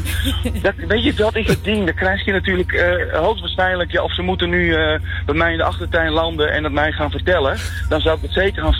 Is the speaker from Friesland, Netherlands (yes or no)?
yes; Friesland, Netherlands; Nou ja, om als Fries, dan mede Friese te spreken.